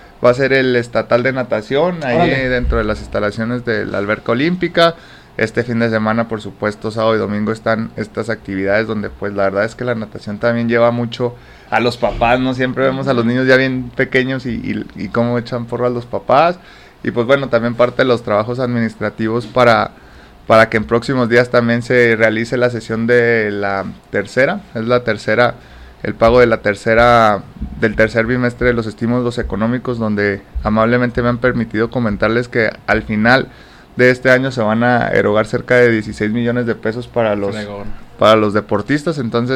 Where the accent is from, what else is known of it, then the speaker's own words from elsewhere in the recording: Mexico; como mexicanos nos pintamos solos para estos espacios